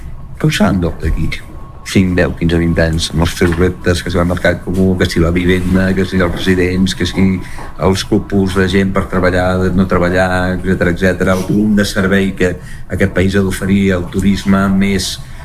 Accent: Andorra; al final tots som andorrans, no? I tots som visquem a Andorra

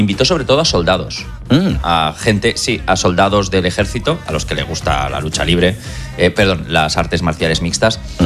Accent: Spain; now in United States; Cabo Verde es una nación muy pequeña y somos muchos españoles aquí en Estados Unidos.

